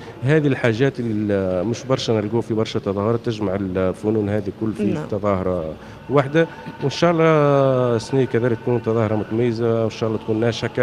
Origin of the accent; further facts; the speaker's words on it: Tataouine, Tataouine Governorate, Tunisia; بما ان تطاوين تسخر بالقصور الصحراويه، القصور نقولوا بلهجتنا